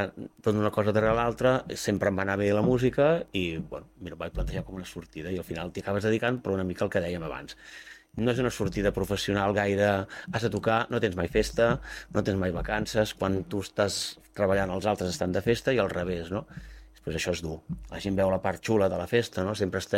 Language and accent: Catalan; Manresa, Catalonia, Spain; jo soc de Manresa.